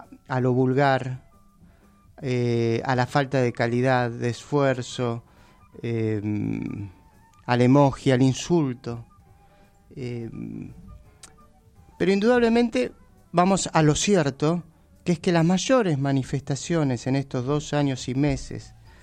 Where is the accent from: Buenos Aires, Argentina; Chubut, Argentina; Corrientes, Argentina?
Buenos Aires, Argentina; Gustavo es un compañero a quien admiramos, quienes somos docentes porteños, quienes amamos la cultura.